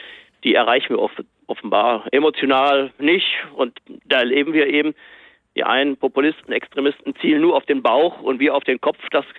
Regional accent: North Rhine-Westphalia, Germany; Ich komme aus dem Ruhrgebiet.

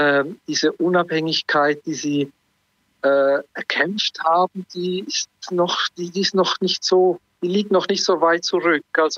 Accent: Switzerland; now in Iceland; Aber da merke ich dann so als Schweizer, oh, da ist noch Raum nach oben. Also hier in Island

